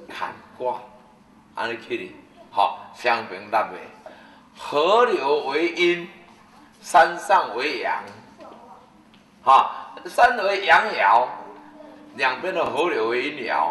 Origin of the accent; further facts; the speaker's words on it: Taiwan; born there; 我们出生在我们在台湾，那就有伦理，不会去斗争，那你是大人。